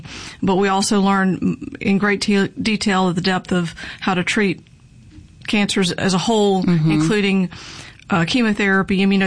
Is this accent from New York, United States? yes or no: no; Jackson, Mississippi, United States; moved away as an adult; also born or lived in Durham, North Carolina / Chapel Hill, North Carolina; So I'm originally from Mississippi, grew up here in Jackson, and came back as a physician and joined the University of Mississippi Medical Center in 2011.